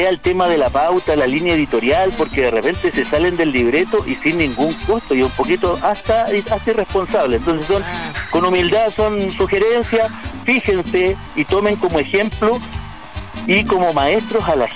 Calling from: Calama, Antofagasta, Chile; somos de Calama

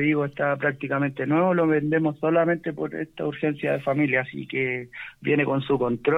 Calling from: San Fernando, O'Higgins, Chile; Yo soy de San Fernando.

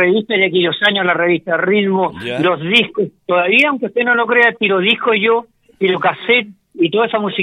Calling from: San Vicente de Tagua Tagua, O'Higgins, Chile; tengo medio de comunicación acá en San Vicente

